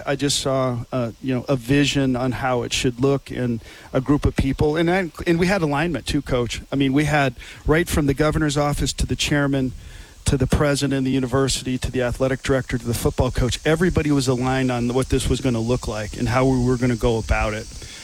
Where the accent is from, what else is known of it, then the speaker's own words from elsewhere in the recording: Wisconsin, United States; I grew up here. This is a special, iconic place.